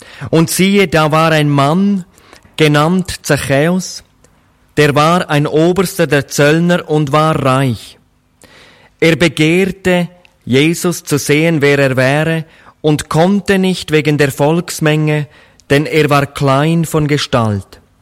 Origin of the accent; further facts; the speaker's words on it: Switzerland; accent: Swiss; Ich komme ja aus der Schweiz, das hört man, glaube ich, an meiner Sprache.